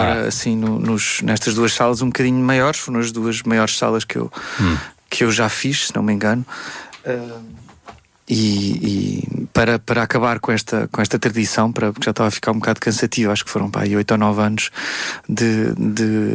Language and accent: Portuguese; Coimbra, Centro, Portugal; primeira apresentação deste álbum foi em Coimbra, São Francisco, no Convento de São Francisco, uhum. na minha cidade natal.